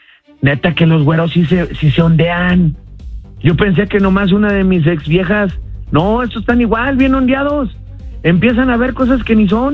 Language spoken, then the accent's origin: Spanish; Mexico; now in United States; los mexicanos ya les invadimos desde hace años